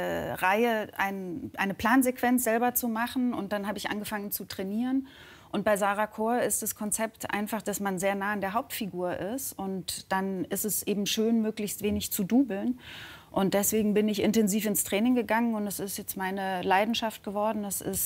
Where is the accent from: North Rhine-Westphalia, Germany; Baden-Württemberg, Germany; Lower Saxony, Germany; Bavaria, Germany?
Bavaria, Germany; accent: Bavarian; now in Berlin, Germany; Also ich bin eben nicht in der Stadt groß geworden, sondern in einem Dorf, wo wirklich noch Bayerisch gesprochen wird.